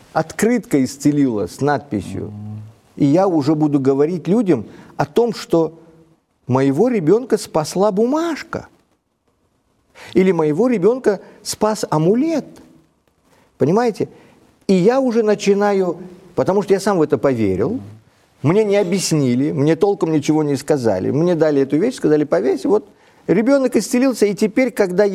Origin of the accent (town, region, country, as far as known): Uzbekistan; born or raised there; Russian is a second language